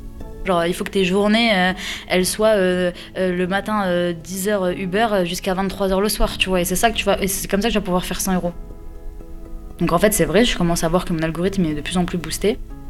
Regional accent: Metz, Grand Est, France; now in Créteil, France; J'ai grandi à Metz, donc je viens de la Lorraine, du 57, aujourd'hui j'habite à Créteil dans le 94.

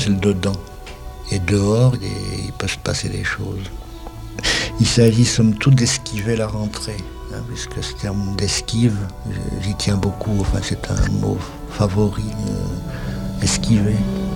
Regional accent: Bergues, Hauts-de-France, France; also born or lived in Lille; à Bergue, ma ville natale, c'est une ville de... C'était, je sais pas si c'était encore, il y avait des fortifications, il y avait un pont-logis, il y avait, ouais, c'était très moyenâgeux, hein, puis il y avait des remparts.

